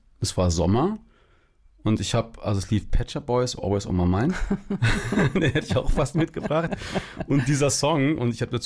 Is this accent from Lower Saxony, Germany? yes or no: no; Siegen, North Rhine-Westphalia, Germany; born there; also born or lived in Giessen; Genau, also ich bin in Siegen geboren, meine große Schwester zum Beispiel noch in Würzburg.